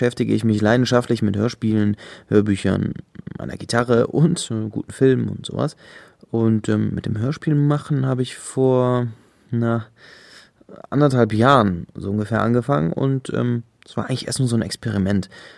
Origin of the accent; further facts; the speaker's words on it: Leverkusen, North Rhine-Westphalia, Germany; now in Bochum, Germany; bin 25 Jahre alt und komme gebürtig aus Leverkusen, wohne zurzeit aber in Bochum